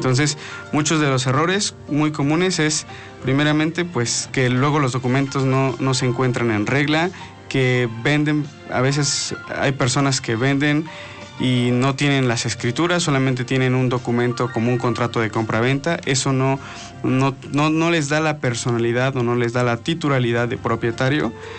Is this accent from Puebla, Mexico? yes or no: yes; San Martín Texmelucan, Puebla, Mexico; yo soy de San Martín Texmelucan, entonces mi distrito judicial es de Huejotzingo.